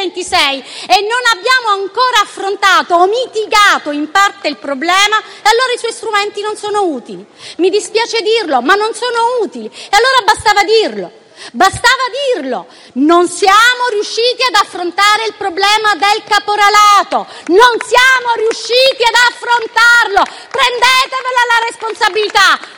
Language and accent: Italian; Sicily, Italy; è a 20 chilometri dalla mia città